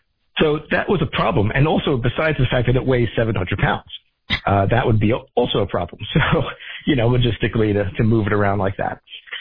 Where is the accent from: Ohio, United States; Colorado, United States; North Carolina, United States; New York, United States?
New York, United States; New York City; as much as I love bringing it to my hometown, just like you, of New York City